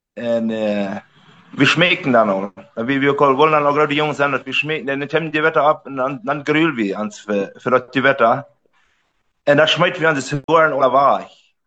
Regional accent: Riva Palacio, Santa Cruz, Bolivia; also born or lived in Mexico; Und wir sind, ich bin in Mexiko geboren und dann sind wir in Bolivien gekommen, 70. Und dann sind ich in der Knie abgewachsen, in den Riva Palacio Knie, bei den Vrechas, 8 Vrecha, da sind ich wirklich ganz abgewachsen.

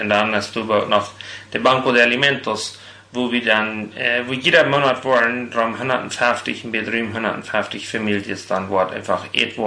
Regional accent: Chihuahua, Mexico; also born or lived in Rubio, Chihuahua; Ich bin in Rubio geboren, so dass du von Coctemoc 40 Kilometer nur Norden. Ja, du sind ich dann auf der Swift-Kolonie abgewachsen

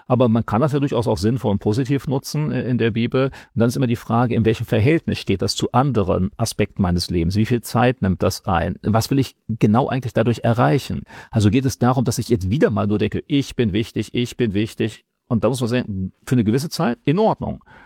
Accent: Germany

